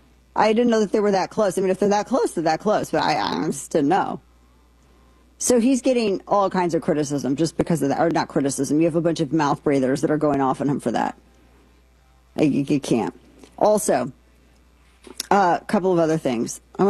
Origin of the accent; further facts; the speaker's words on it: the Ozarks, United States; Dude, and I'm not saying this is a pejorative, but I'm from Ozarks.